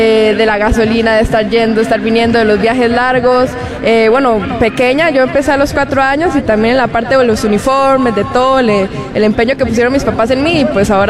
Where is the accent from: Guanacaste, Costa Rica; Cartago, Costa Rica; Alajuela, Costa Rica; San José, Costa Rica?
Alajuela, Costa Rica; Poás